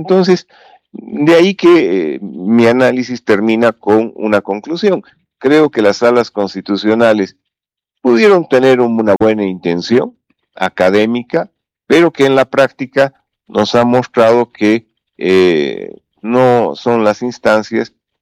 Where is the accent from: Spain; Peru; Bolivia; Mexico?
Bolivia